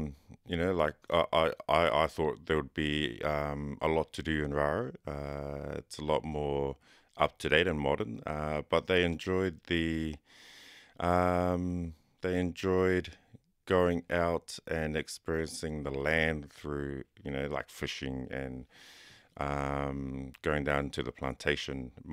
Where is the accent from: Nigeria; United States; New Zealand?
New Zealand; also born or lived in Nauru; now in Brisbane, Australia; I was born in Nauru, but I grew up in New Zealand.